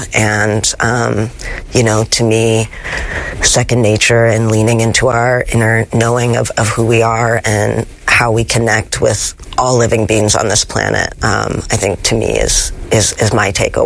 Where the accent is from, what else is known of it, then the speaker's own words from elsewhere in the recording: Halifax, Nova Scotia, Canada; I grew up in Halifax, Nova Scotia, in the, you know, 90s and early 2000s.